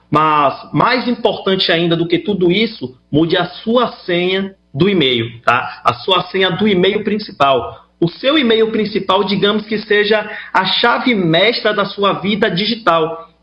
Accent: Salvador, Bahia, Brazil; Não, eu sou de Salvador, Salvador, Bahia.

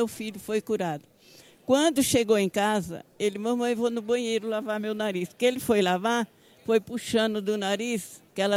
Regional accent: Paiol, Brazil; Eu sou do Paiol.

